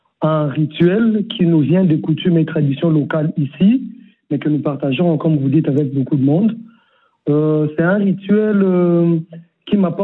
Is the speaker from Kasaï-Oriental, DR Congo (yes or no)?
no; Kinshasa, DR Congo; born there; Je suis né à Kinshasa et mon grand-père venait du village.